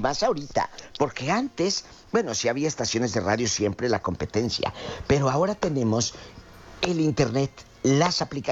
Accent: Guanajuato, Mexico; soy de acá, de Salamanca, de donde sea, de Irapuato.

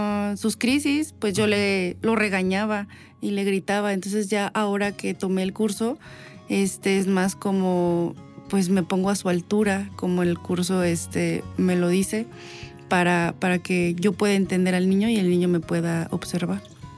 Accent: Pueblo Nuevo, Guanajuato, Mexico; Soy de Pueblo Nuevo, Guanajuato, y soy ama de casa.

